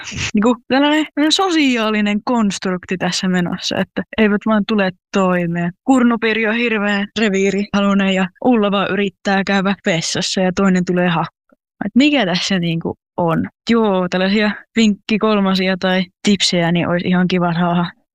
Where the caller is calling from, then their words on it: Kuopio, North Savo, Finland; Kuopiosta